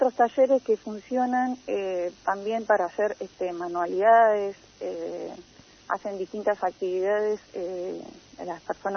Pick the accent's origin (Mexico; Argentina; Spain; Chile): Argentina; Darwin, Río Negro; born there; Yo como ciudadana de Darwin soy casi criada en esta localidad y bueno, orgullosa de pertenecer a Darwin